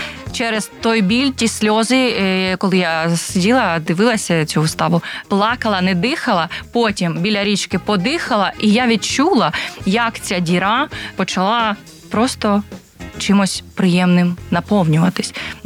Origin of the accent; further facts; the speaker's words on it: Kharkiv, Kharkiv Oblast, Ukraine; now in Kryvyi Rih, Ukraine; я сама з Харкова